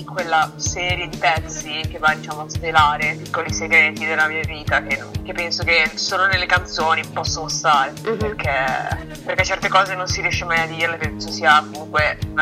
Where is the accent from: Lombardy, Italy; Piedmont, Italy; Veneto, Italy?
Lombardy, Italy; Como; now in London, United Kingdom; Vengo da Como, sto studiando a Londra, ho 18 anni, classe 2001.